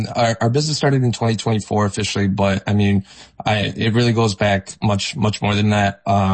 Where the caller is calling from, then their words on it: Chicago, Illinois, United States; I'm calling from Chicago, Illinois.